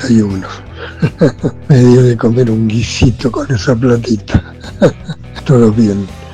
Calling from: Lomas de Zamora, Buenos Aires Province, Argentina; de Lomas de Zamora.

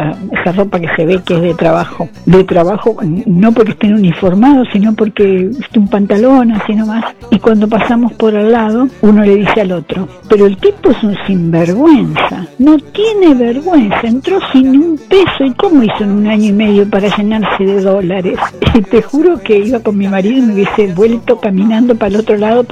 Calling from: Moreno, Buenos Aires Province, Argentina; vivo en Moreno

